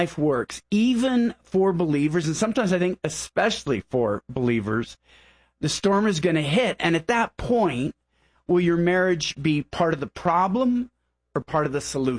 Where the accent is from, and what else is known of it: Pacific Northwest, United States